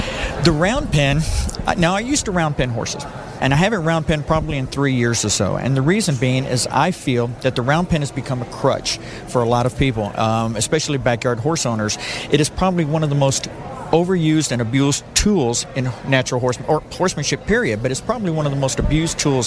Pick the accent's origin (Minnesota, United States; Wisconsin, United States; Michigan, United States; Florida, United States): Florida, United States; Tampa; also born or lived in Texas / Oklahoma; Originally from Florida. I guess we would call Tampa, Florida home, but the beach is from Florida. I'm just a Cuban beach boy.